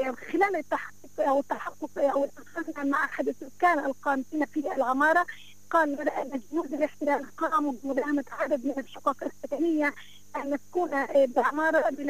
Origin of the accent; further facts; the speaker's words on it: Kafr ad-Dik, Salfit Governorate, Palestine; لبلدتي بلدة كفر الديك غرب مدينة سلفيت،